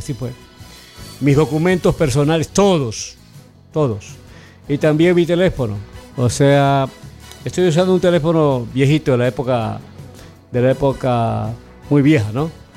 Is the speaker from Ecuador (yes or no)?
yes; Portoviejo, Manabí, Ecuador; yo soy de Puerto Viejo.